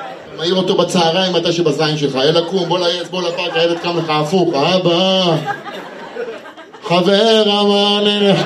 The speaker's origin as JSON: {"language": "Hebrew", "town": "Ramla", "region": "Central District", "country": "Israel", "tie": "born or raised there", "said": "אני במקור גדלתי ברמלה"}